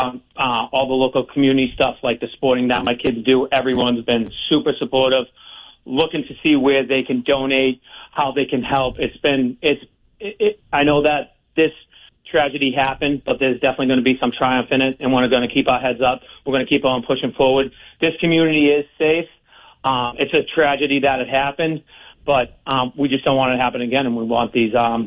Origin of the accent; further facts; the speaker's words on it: Boston, Massachusetts, United States; I'm born and raised in South Boston. I'm 42 years old. My parents are from South Boston.